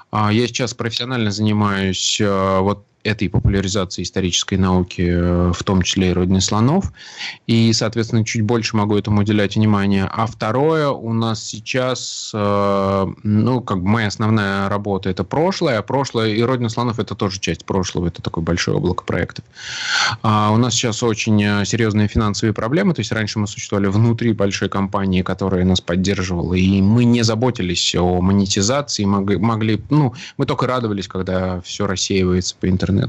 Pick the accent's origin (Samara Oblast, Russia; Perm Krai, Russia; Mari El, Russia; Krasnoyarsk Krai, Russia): Samara Oblast, Russia; Samara; now in Moscow, Russia; Я родом из Самары, но уже достаточно давно проживу в Москве